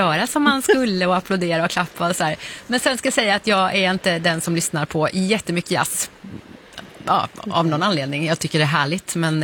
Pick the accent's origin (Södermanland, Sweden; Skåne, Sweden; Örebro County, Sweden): Skåne, Sweden; Kristianstad; jag kommer ju från Kristianstad